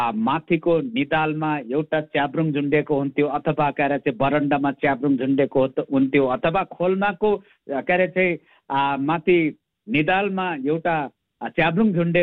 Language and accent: Nepali; Terhathum, Koshi Province, Nepal; born or raised there